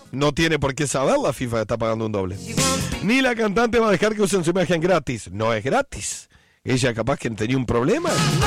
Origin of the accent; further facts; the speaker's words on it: Trinidad, Flores, Uruguay; moved away; Yo que nací en Trinidad